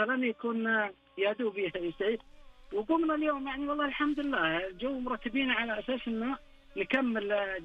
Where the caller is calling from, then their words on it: Al-Kharj, Riyadh Province, Saudi Arabia; من الخرج.